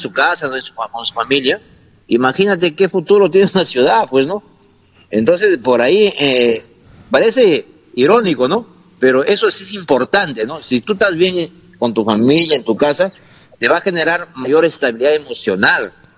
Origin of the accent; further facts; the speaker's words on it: Cuenca, Azuay, Ecuador; Yo soy de acá, de Ucubamba, y siempre he visto calles horribles, ¿no? Antes la ciudad era más pequeña, ahora va creciendo, ¿no?